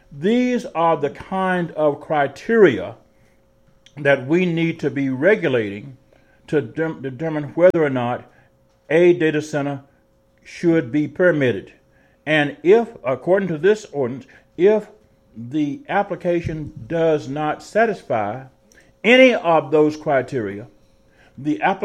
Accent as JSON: {"language": "English", "area": "Pike County", "region": "Arkansas", "country": "United States", "tie": "born or raised there", "said": "My hometown county of Pike County, the two nearest towns were Delight and Antoine."}